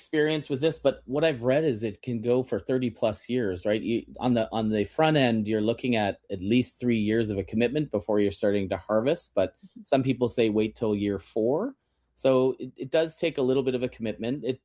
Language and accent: English; Kitchener, Ontario, Canada; I grew up in Kitchener